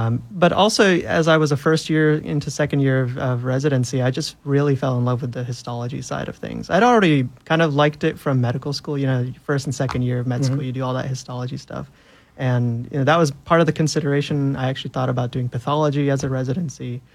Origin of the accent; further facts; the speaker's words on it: United States; my family, we're originally from Pakistan, but I've lived in the States my whole life.